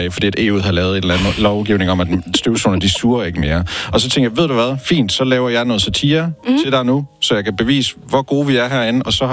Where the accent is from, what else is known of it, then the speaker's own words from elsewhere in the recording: Jutland, Denmark; Jeg har jo selv lavet den, så fordi jeg er fra Jylland, så kan den være midt imellem.